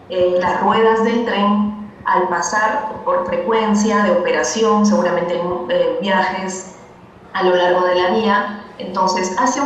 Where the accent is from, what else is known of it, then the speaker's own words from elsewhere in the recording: Peru; Yo soy de Perú